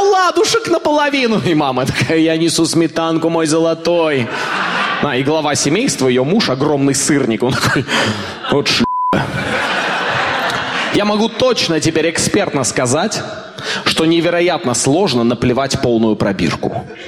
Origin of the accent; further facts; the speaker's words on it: Kazakhstan; Я вообще сам из Казахстана. Но только лет в 10 я осознал, что я не казах.